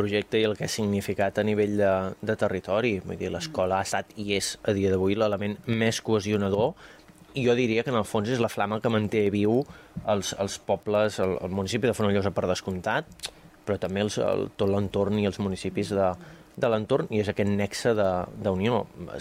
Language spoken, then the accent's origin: Catalan; Catalonia, Spain; som del Bages, tots estem contents al Bages, volem ser del Bages